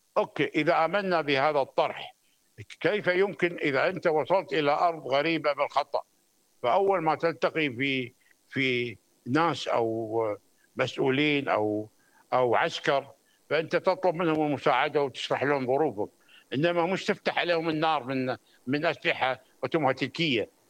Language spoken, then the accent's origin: Arabic; Kuwait